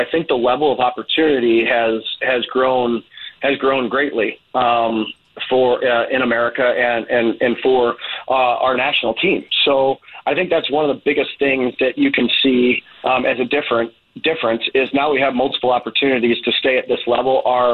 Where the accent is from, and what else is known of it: United States